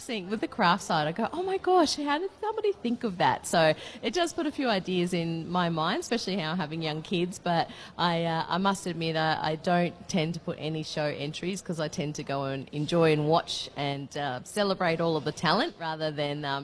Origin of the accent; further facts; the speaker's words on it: Katherine, Northern Territory, Australia; My hometown of Katherine, you know, the setup's different